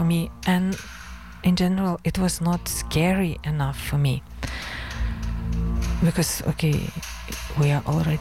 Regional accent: Lithuania; moved away; I was 11 years old, I think, when it happened, and I am from Lithuania, so Lithuania is pretty close, actually, to the location where it happened.

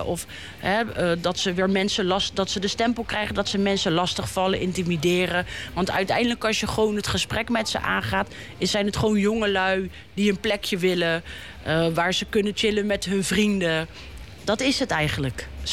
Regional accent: Rotterdam, South Holland, Netherlands; moved away as an adult; now in The Hague, Netherlands; ik ben geboren en opgegroeid in Rotterdam. En ik woon pas 20 jaar in Den Haag.

